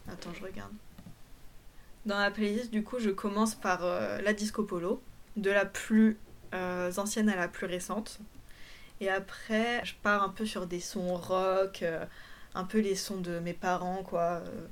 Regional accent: Poland; Mais si on se rend compte, on peut trop se marier parce qu'on est polonais.

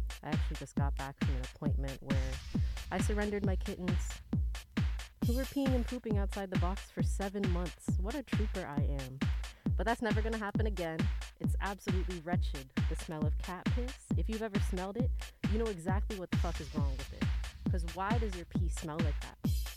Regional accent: Midwest, United States; and I'm wearing my Midwest hat today because I'm also from the Midwest.

